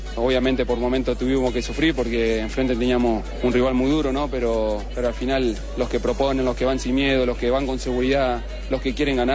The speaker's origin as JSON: {"language": "Spanish", "country": "Argentina", "said": "Somos todos argentinos en este momento, y todo lo que ellos pasan, lo que ellos viven, nosotros también lo vivimos. Acá también se siente."}